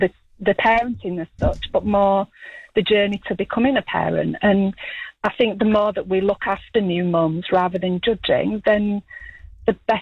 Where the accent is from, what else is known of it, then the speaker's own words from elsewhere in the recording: Yorkshire and the Humber, United Kingdom; I'm from West Yorkshire.